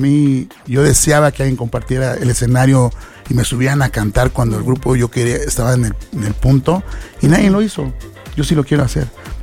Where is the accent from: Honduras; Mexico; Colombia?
Mexico; Realmente somos mexicanos y esa lo tenemos en el ADN, la fiesta.